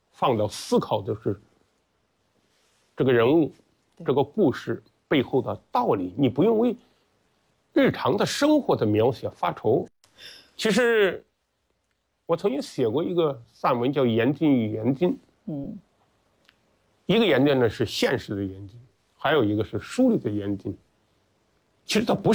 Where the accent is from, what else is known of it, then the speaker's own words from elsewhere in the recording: Yanjin, Henan, China; moved away; 所以我们河南人的话呢，除了幽默，就是心胸也特别的宽广。